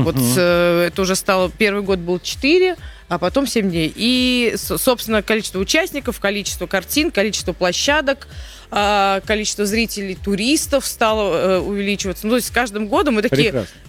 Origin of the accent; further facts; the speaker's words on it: Nizhny Novgorod, Nizhny Novgorod Oblast, Russia; Потому что, ну, во-первых, это мой родной город, я родом из Нижнего